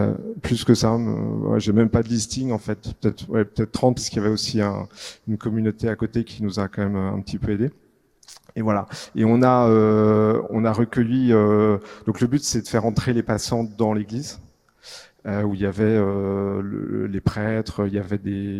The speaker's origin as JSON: {"language": "French", "town": "Paris", "region": "Île-de-France", "country": "France", "said": "Donc on est parisien, on vit dans le 16e à Paris et notre paroisse c'est Saint-Honoré-d'Eylau."}